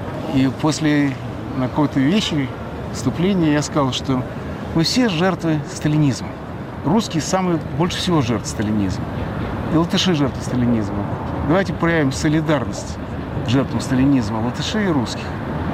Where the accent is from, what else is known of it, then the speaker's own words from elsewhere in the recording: Moscow, Russia; Однажды я как москвич плавал в бассейне и курил.